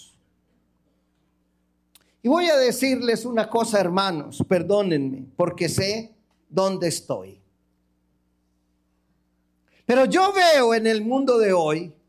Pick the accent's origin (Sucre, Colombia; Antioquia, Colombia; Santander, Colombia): Antioquia, Colombia; moved away; En Antioquía, no en Antioquía, la región de donde yo vengo